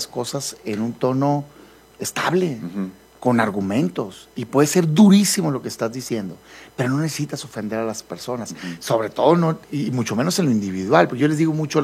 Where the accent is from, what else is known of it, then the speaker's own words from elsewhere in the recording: Mexico; Yo soy mexicano antes que nada